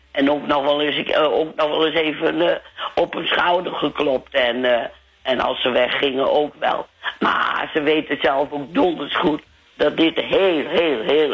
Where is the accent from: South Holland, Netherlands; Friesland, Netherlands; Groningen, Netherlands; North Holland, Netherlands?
North Holland, Netherlands; Muiden; Nou, niet van de Volendam, maar wel van de Muiden.